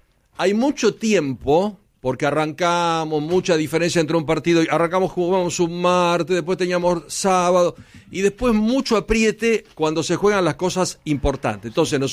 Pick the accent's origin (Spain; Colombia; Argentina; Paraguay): Argentina; yo soy argentino, pero futbolero. Como argentino.